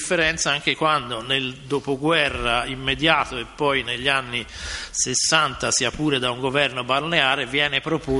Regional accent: Florence, Tuscany, Italy; in quanto fiorentino

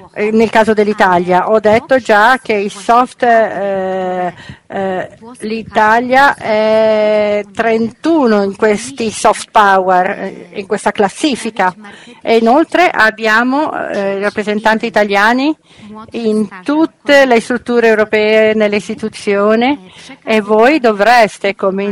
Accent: Poland; Italian is a second language; io come polacca posso andare, per esempio, in l'ambasciata italiana e essere aiutato

